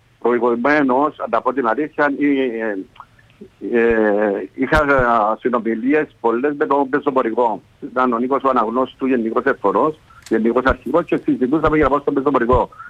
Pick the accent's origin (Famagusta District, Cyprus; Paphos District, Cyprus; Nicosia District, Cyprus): Famagusta District, Cyprus; Achna; Κατάγομαι από την Άθνα.